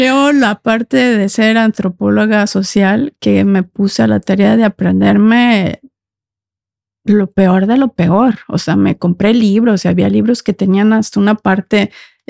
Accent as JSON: {"language": "Spanish", "country": "Mexico", "said": "mi idioma es el español. Si escuchan acento, soy mexicana y bueno, ya, continuamos."}